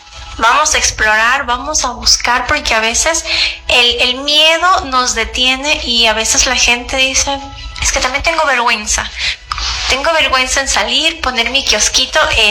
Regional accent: Ecuador

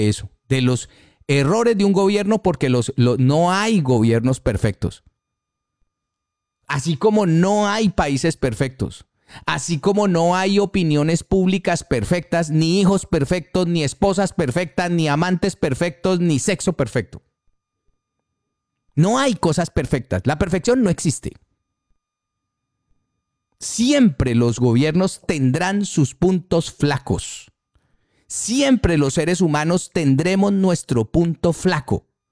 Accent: Argentina; ¿Cuándo se vio como en Argentina, por ejemplo, que amenazábamos no pagar la deuda externa porque el país estaba quebrado?

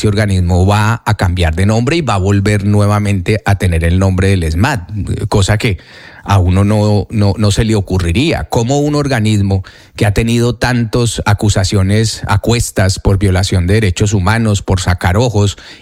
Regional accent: Colombia; Como colombianos que somos.

